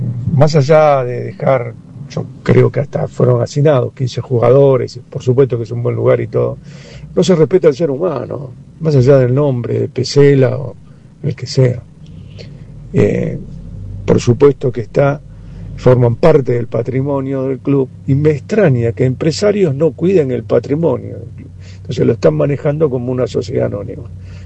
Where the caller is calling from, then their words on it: Martelli, Buenos Aires, Argentina; de Martelli.